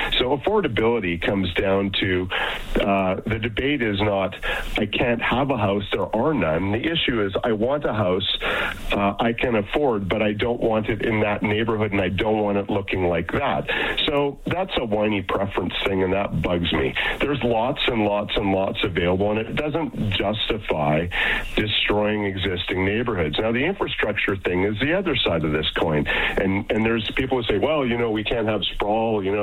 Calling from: Calgary, Alberta, Canada; And I'm calling from Calgary.

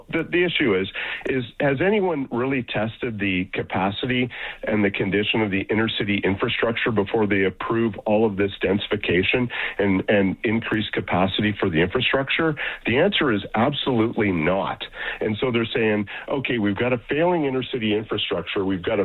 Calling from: Calgary, Alberta, Canada; And I'm calling from Calgary.

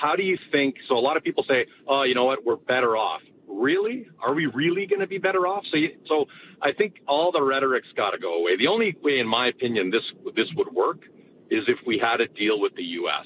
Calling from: Calgary, Alberta, Canada

